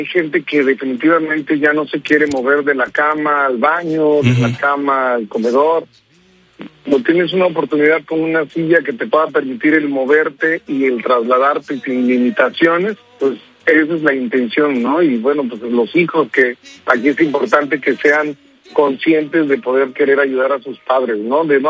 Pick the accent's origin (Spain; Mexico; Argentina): Mexico; Veracruz; Yo soy de aquí de Veracruz